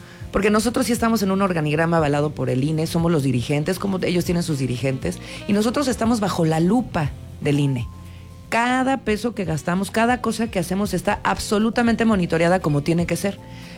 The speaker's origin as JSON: {"language": "Spanish", "country": "Mexico", "said": "Nosotros sí creemos que la única cosa que nos sigue uniendo como mexicanos y no, con nuestras comunidades en nuestros estados es la ley."}